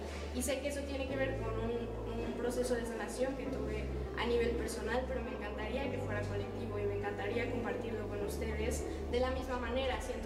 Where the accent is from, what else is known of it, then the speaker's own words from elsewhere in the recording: Colombia; now in Bogotá, Colombia; soy colombiana, vivo en Bogotá, tengo 28 años